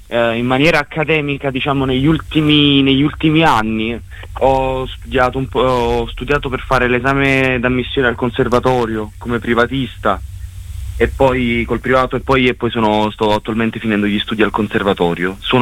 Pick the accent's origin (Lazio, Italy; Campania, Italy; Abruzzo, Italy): Campania, Italy; Naples; No, io sono proprio di Napoli.